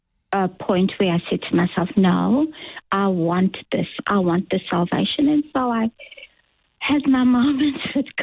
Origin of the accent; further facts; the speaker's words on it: Durban, KwaZulu-Natal, South Africa; I was born in Durban in 1958. Uh-huh. That's where I was raised, yeah.